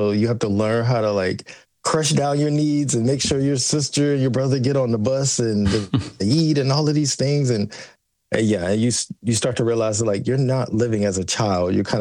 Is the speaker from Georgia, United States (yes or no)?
yes; Georgia, United States; So, you know, me and my friends, especially growing up in Georgia, like we have woods, a lot of woods everywhere.